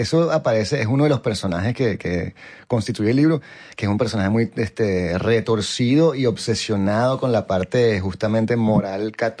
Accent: Venezuela; lo que nos acaece como venezolanos

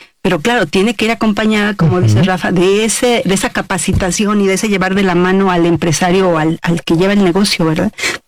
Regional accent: Mexico; tenemos retos enormes como mexicanos

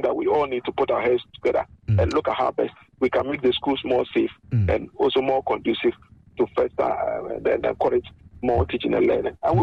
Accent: Ghana; as Ghanaian parents, we unequivocally condemn this act of violence

